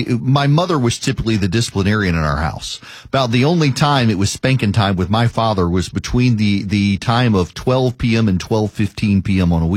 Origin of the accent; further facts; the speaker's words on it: Baton Rouge, Louisiana, United States; Paul Harvey had the stronger signal growing up in Louisiana. In Baton Rouge, he was on the country station